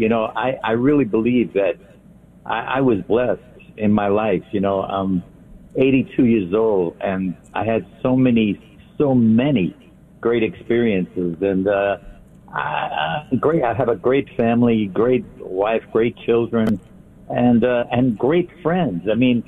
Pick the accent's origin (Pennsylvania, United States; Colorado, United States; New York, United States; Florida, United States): New York, United States; Brooklyn; First of all, you know I grew up in Brooklyn.